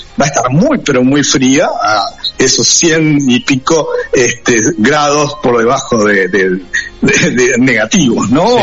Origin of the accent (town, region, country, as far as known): Argentina